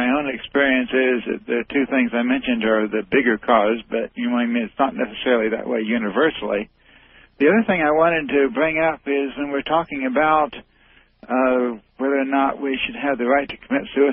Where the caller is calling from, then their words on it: Indiana, United States; I'm calling from Indiana.